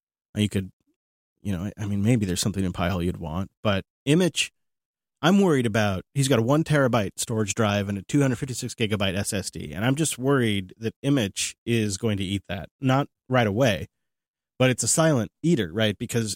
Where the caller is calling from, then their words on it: India; And by the way, I am writing in from India.